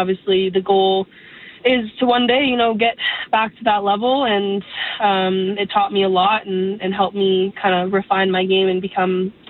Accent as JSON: {"language": "English", "country": "Canada", "tie": "born or raised there", "said": "my first year that I get to play is with my hometown."}